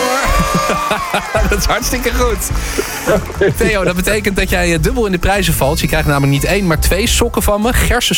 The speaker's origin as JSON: {"language": "Dutch", "town": "Rotterdam", "region": "South Holland", "country": "Netherlands", "said": "als Rotterdammers gunnen we Sparta natuurlijk altijd het beste tegen andere clubs."}